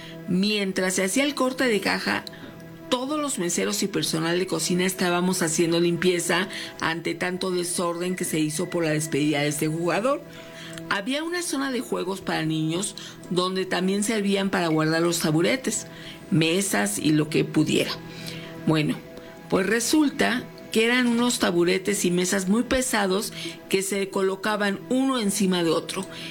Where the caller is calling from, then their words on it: León, Guanajuato, Mexico; yo soy de León, Guanajuato